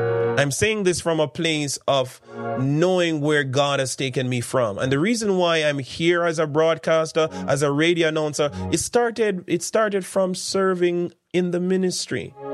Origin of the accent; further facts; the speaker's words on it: Spanish Town, Saint Catherine, Jamaica; I grew up in St. John's Road, for those who know, and that is why I'm not ashamed to say where I come from. I grew up St. John's Road, Spanish Town, 62. I'm very proud of where I'm from.